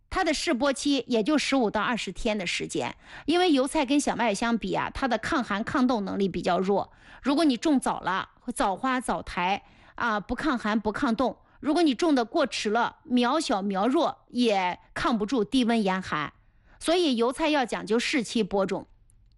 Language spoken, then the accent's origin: Chinese; Anhui, China; 这个在我是在皖北长大的